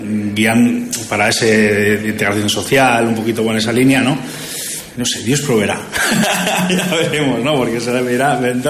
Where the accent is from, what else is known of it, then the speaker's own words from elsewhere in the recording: Basque Country, Spain; Yo volveré a mi pueblo tranquilamente, que tengo ahí, estoy haciendo una casita en un pueblo aquí de Álava